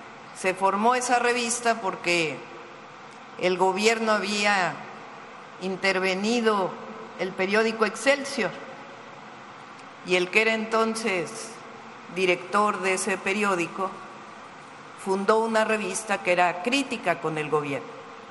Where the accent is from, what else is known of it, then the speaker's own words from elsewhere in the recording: State of Mexico, Mexico; born there; yo soy de la Ciudad de México. Bueno, viví en el Estado de México de niña. Y luego, pero nací en la Ciudad de México.